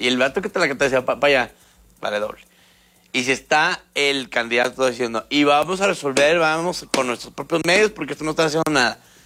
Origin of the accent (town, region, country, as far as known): Mexico